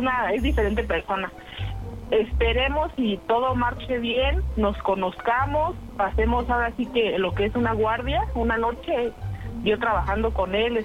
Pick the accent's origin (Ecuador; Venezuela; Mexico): Mexico; Mexico City; born there; Y yo y todos mis hermanos nacimos aquí en el DF, en la Ciudad de México.